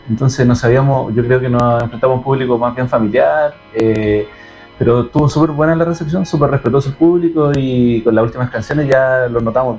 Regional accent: Tehuacán, Puebla, Mexico; Somos de Tehuacán, un pueblo muy chiquitito.

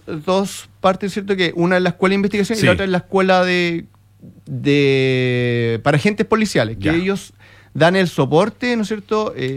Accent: Talcahuano, Biobío, Chile; En mi ciudad natal, que son 250, en Talcahuano

